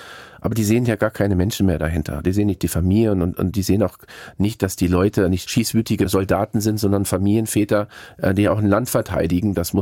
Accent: Germany; now in Israel; dass ihr als Deutsche, Nicht-Juden hier einfach bleibt.

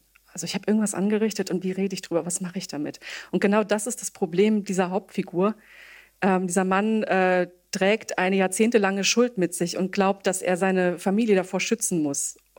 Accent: Bad Vilbel, Hesse, Germany; Im Wesentlichen, ich komme aus Bad Vilbel, das ist so 70 Kilometer ungefähr Richtung Frankfurt von hier.

